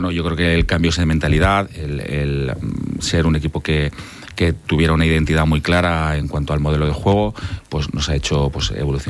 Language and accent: Spanish; Gandia, Valencian Community, Spain; A ver, para mí, para decir que yo que soy de Gandía, que he jugado más de 10 años en el club de fútbol Gandía, que mis mejores amigos los he hecho allí en el club